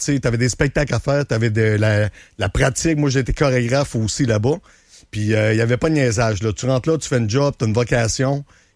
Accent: Saint-Georges, Quebec, Canada; Je viens de la Beauce, hein, tu savais?

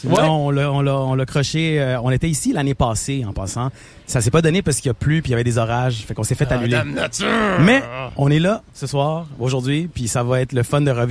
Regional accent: Quebec, Canada; moi, je viens pas de Québec, mais je suis québécois.

